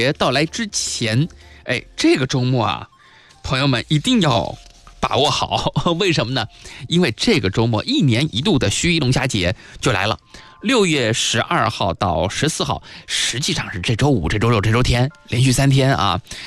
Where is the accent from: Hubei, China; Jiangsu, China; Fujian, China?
Jiangsu, China; 咱们江苏人